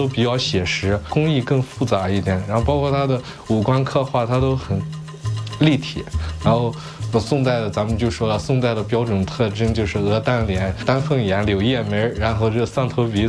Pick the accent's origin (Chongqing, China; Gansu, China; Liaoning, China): Gansu, China; Tianshui; 我就是从小就在麦积山生长，在不会走路的时候就被妈妈抱着上麦积山，长大之后就自己上麦积山，看着这里的壁画塑像长大的